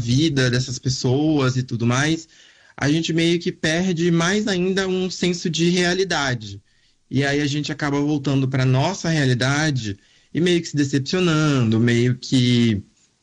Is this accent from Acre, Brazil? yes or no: no; Bahia, Brazil; moved away as an adult; now in São Paulo, Brazil; eu sou baiano e hoje há 10 anos moro em São Paulo.